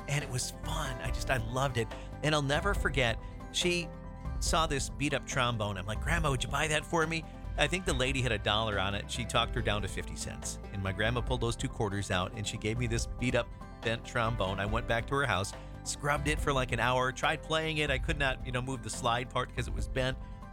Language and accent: English; Foley, Minnesota, United States; born there; also born or lived in Wisconsin; I was born in Wisconsin, graduated from high school in Minnesota in Foley